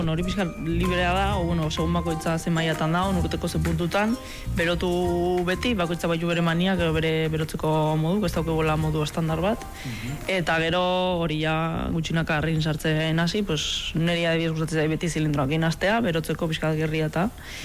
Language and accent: Basque; Pamplona, Navarre, Spain; azkenen Iruñakoa naiz